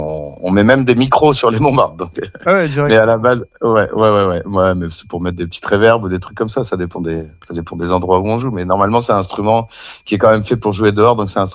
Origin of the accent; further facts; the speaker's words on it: La Madeleine, Hauts-de-France, France; also born or lived in Marcq-en-Barœul; Et puis, à la base, je suis ch'ti. Donc, j'arrive de Lille. Je suis né à Marc-en-Barœul, dans le nord de la France.